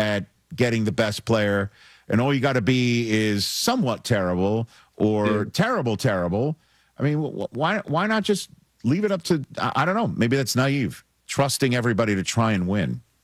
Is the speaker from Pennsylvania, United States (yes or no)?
no; New York, United States; You know, I'm a New Yorker, Jeff.